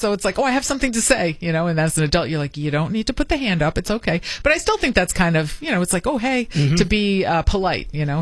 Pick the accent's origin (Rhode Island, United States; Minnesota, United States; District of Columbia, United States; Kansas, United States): Rhode Island, United States; Smithfield; born there; also born or lived in Foster, Rhode Island; I lived in Foster, but when I moved from Smithfield, sixth grade